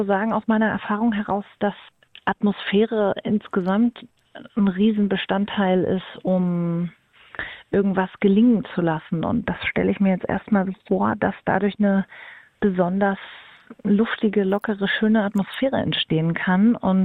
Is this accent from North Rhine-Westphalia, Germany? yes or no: no; Thuringia, Germany; Ich mache zum Beispiel mit meiner Familie in Thüringen, wo ich herkomme, auf unserem Familienhof auch ein Open-Air-Festival jedes Jahr mit meiner Mutter.